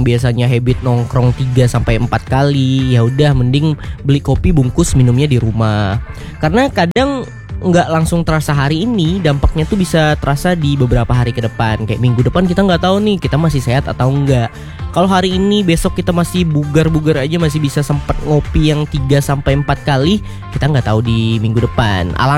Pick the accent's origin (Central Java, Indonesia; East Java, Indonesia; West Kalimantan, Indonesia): West Kalimantan, Indonesia; Sebagai warga Kalimantan Barat